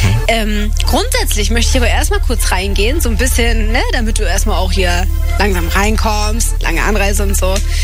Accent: Cuxhaven, Lower Saxony, Germany; Das okay, das in der Nähe ist vom crazy, weil ich komme eigentlich aus Cuxhaven.

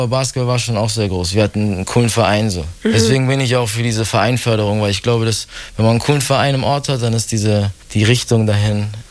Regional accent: Bavaria, Germany; Ich bin aufgewachsen mit, wir waren 6 Geschwister, was sehr schön ist, in einem Dorf bei München, in einem Vorort.

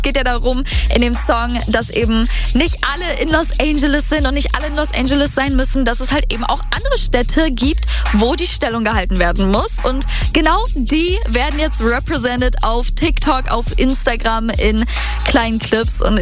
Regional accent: Mecklenburg-Vorpommern, Germany; Ich komme ja aus Mecklenburg-Vorpommern

